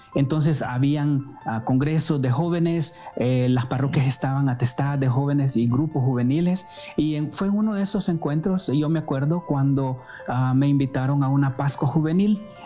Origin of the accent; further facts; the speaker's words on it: El Salvador; now in United States; Aunque yo crecí en El Salvador y estuve en unos años en un seminario buscando la vocación al sacerdocio, de todas maneras, cuando llegué a los Estados Unidos, el ambiente cambió